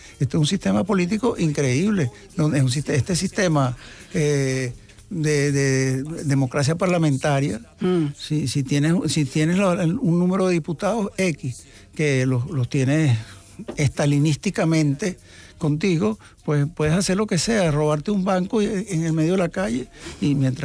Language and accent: Spanish; Caracas, Capital District, Venezuela; now in Madrid, Spain; Vivir fuera del país obligado es un horror. Lo que pasa es que yo vivo en Madrid. Para mí Madrid es la mejor calidad de vida del mundo después de Caracas. Mi Caracas